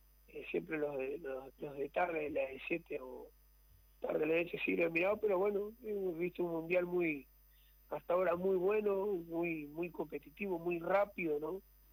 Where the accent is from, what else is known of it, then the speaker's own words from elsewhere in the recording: Uruguay; soy uruguayo